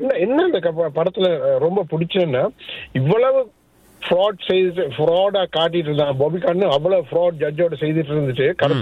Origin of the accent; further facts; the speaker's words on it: Nawalapitiya, Central Province, Sri Lanka; born there; moved away; நாங்க இருந்தது நாவலப்டின் இடம்